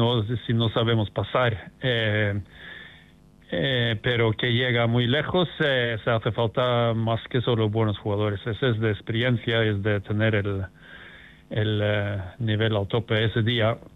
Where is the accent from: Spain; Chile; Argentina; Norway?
Norway; Spanish is a second language; voy a estar en mi país, en Oslo, en Noruega, donde vivo yo.